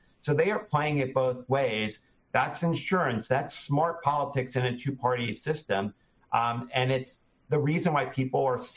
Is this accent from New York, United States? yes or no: yes; New York, United States; I'm originally from New York myself